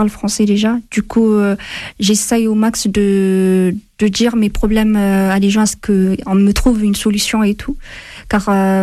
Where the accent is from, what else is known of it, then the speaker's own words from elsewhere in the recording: Ethiopia; French is a second language; now in France; J'ai 25 ans. Je viens de l'Éthiopie. J'ai suivi mes études, tout le long de... J'ai suivi un cursus français. C'est pour ça que je parle français. Normalement, on ne parle pas français en Éthiopie.